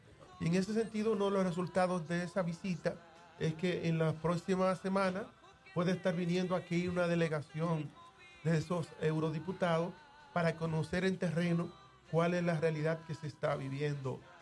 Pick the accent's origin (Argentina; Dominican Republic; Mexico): Dominican Republic; nosotros como República Dominicana